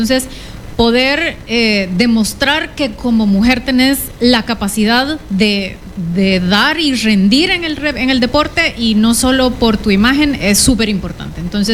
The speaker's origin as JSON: {"language": "Spanish", "country": "El Salvador", "said": "Nosotros venimos de El Salvador."}